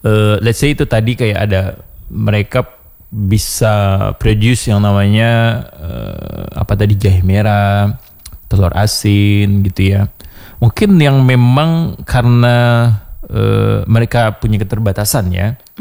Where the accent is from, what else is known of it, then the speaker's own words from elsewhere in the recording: West Sumatra, Indonesia; padahal saya orang Minang.